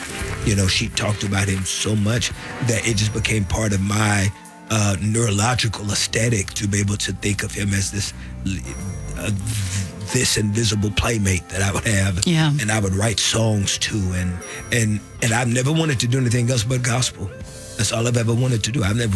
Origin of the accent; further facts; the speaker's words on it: Texas, United States; accent: country; moved away; Yeah, I'm just loud and country because I'm from Texas.